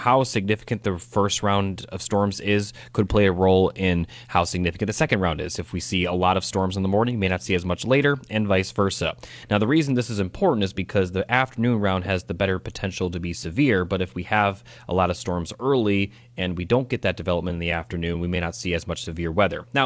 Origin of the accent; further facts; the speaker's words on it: Chicago, Illinois, United States; now in Madison, United States; I'm from the Chicagoland area, so I am a Chicago sports fan